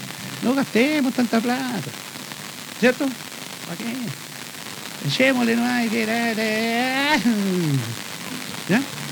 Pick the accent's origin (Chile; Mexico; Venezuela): Chile; Somos nosotros los chilenos.